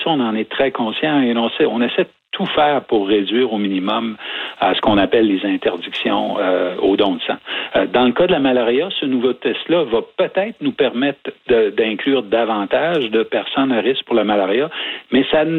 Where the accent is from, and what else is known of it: Canada